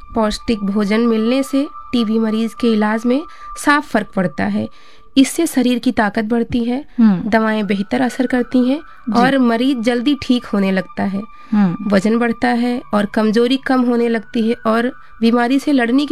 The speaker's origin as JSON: {"language": "Hindi", "town": "Gonda", "region": "Uttar Pradesh", "country": "India", "said": "मैं गोंडा नगर से हूँ"}